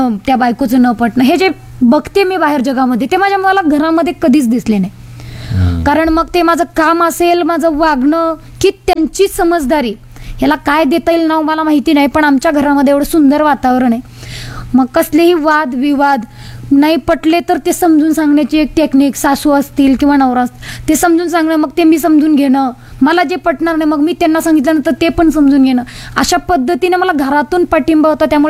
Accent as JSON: {"language": "Marathi", "region": "Maharashtra", "country": "India", "said": "पण मी आवर्जून मी मराठवाड्याची हे वाक्य सांगत असते की मी मराठवाड्यातली आहे, उस्मानाबाद जिल्ह्यातली आहे"}